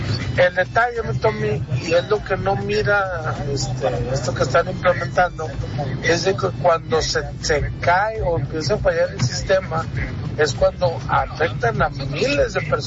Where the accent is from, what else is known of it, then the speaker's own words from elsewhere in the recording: Mexico; somos mexicanos